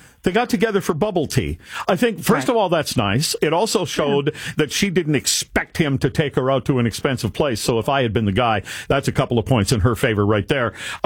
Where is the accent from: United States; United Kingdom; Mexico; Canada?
Canada; Well, maybe, but I'm a Canadian.